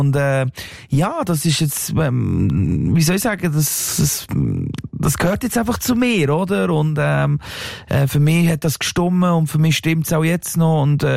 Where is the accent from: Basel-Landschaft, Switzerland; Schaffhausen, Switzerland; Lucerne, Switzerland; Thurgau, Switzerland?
Basel-Landschaft, Switzerland; Gelterkinden; Ich bin aus Gelterkind aus dem Baselland, habe dort eine Sekundarschule gemacht und auf einmal bin ich irgendwie im ganzen Land bekannt